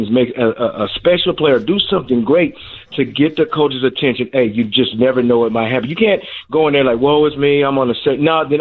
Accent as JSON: {"language": "English", "town": "Denver", "region": "Colorado", "country": "United States", "tie": "born or raised there", "said": "And the funny thing about it is I'm from Denver, Colorado, grew up watching John Elway."}